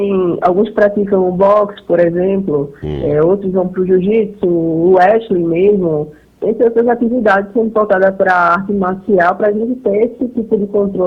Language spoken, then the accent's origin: Portuguese; Recife, Pernambuco, Brazil; Eu sou aqui de Recife.